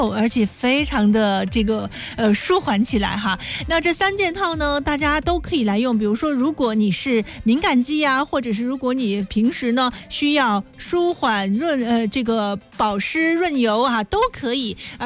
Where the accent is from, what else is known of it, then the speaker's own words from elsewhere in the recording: Jinan, Shandong, China; 我从新疆落地济南，虽然整个行程特别的开心，但是落地济南那一刻会觉得说，哇，还是家里好